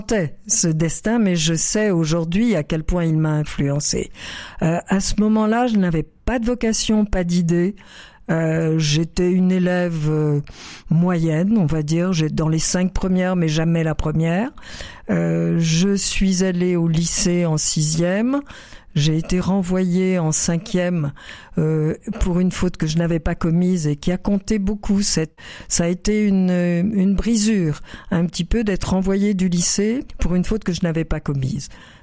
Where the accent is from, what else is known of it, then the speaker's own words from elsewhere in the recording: Cahors, Occitanie, France; born there; Ma mère est venue de Pologne. Ma mère est venue le rejoindre donc en 38. Et je suis née en 42 à Cahors. Nous avons été cachés à Gramma, dans le Lot